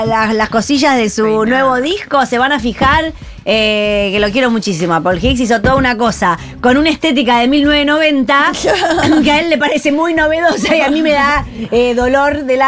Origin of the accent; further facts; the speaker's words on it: Buenos Aires, Argentina; born there; Somos todas porteñas